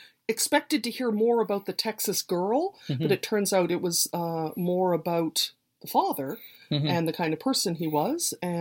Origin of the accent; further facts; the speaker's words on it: Newfoundland and Labrador, Canada; I'm from Newfoundland.